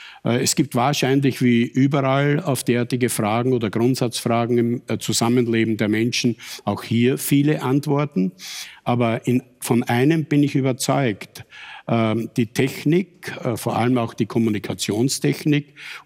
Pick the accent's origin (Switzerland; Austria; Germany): Austria; Radlbrunn, Lower Austria; Ich sage das gerade hier in meinem Heimatort in Radlbrunn. Ich bin hier ganz einfach aufgewachsen